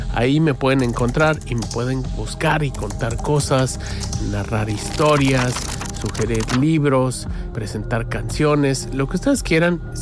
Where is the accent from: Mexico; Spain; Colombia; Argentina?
Mexico; vamos a irnos a mi tierra, a México